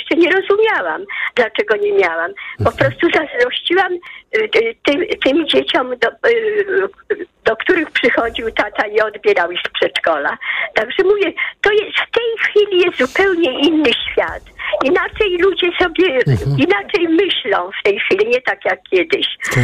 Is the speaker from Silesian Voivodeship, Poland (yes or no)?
no; Warsaw, Masovian Voivodeship, Poland; born there; Ja urodziłam się na Pradze w Warszawie.